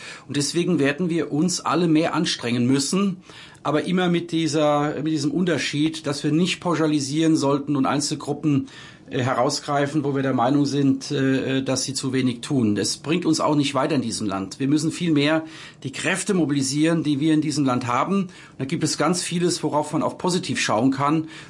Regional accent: Worms, Rhineland-Palatinate, Germany; born or raised there

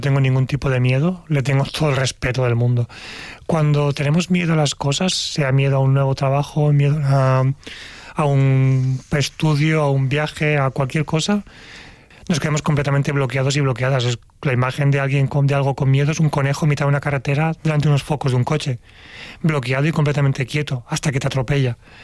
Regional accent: Valencia, Valencian Community, Spain; yo soy de Valencia, aquí en Valencia

